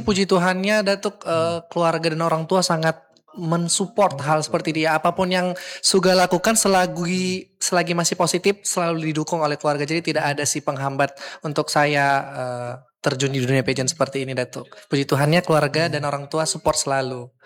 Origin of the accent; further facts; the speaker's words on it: North Sumatra, Indonesia; saya besar di daerah Melayu ya, juga ya dari Kabupaten Asahan.